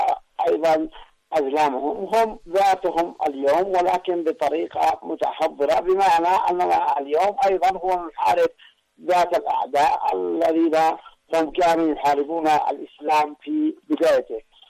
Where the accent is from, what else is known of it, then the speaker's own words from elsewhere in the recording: Yemen; فما علينا إلا كيمنيين اليوم